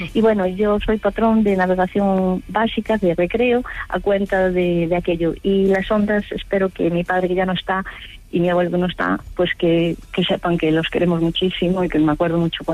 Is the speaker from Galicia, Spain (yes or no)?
yes; Galicia, Spain; soy de Galicia profunda, de cerca de la raya con Portugal, y en los veranos íbamos a Bayona, que es un pueblo de la Pontevedra, de la provincia de Pontevedra.